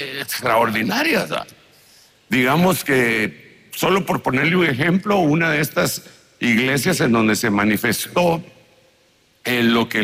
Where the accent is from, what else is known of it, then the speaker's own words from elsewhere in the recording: Guatemala; now in Chile; yo vengo pues de Guatemala